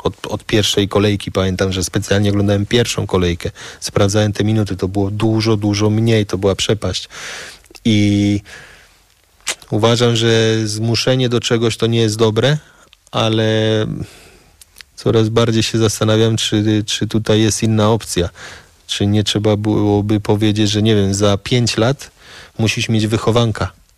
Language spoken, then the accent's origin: Polish; Spain; jak ja się wychowałem w Hiszpanii i mi jak grałem w piłkę, jak jako dzieciak, jako starszy zwracali mi na to uwagę